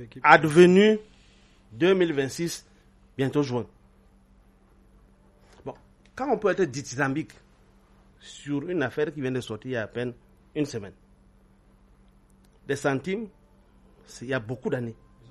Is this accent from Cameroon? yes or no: yes; Cameroon; On est chez nous au Cameroun.